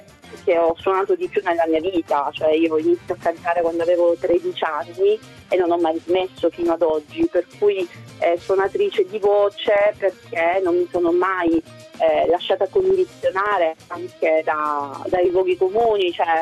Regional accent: Sicily, Italy; io ovviamente conosco il siciliano, è la mia lingua, io sono siciliana puro sangue, per cui il siciliano per me è parte di me. Nonostante questo non è diciamo il linguaggio che io utilizzo usualmente

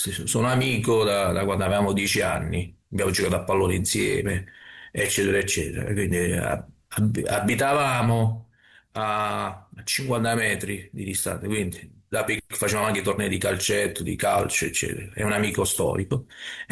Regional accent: Apulia, Italy; questa mia terra, che è la Capitanata, che parte dai Monti Dauni e va fino al Gargano

